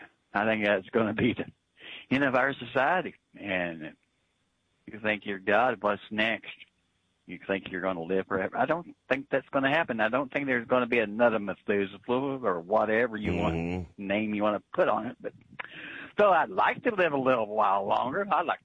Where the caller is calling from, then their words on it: Kansas City, Missouri, United States; Kansas City, Missouri, we're still at 89 and feel like 92.